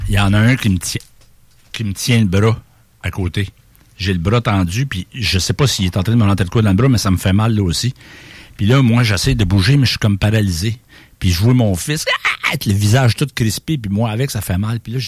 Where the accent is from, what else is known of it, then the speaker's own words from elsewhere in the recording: Sherrington, Quebec, Canada; also born or lived in Rougemont; Quand j'étais jeune, je vivais à Sherrington, dans le rang comptant, dans le petit rang perdu, là, où, c'est quasiment un village qui abrite la lune puis roule le trottoir le soir